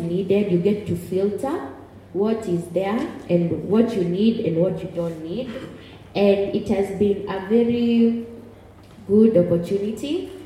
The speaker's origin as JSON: {"language": "English", "region": "Western", "country": "Kenya", "said": "You know, mimi nimesomea Kiambu, then Murang'a. And I'm from Western."}